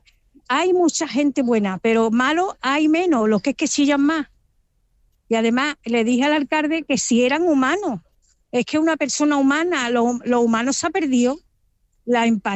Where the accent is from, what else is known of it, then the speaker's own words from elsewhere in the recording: Málaga, Andalusia, Spain; soy una malagueña de pura cepa.